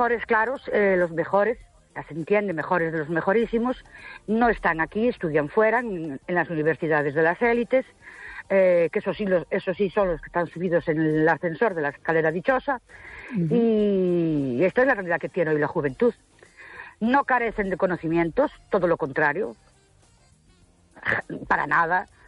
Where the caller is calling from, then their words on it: Ourense, Galicia, Spain; de Ourense